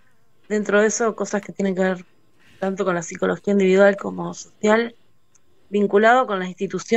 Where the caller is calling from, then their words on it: Comodoro Rivadavia, Chubut, Argentina; yo vivo en Comodoro Rivadavia.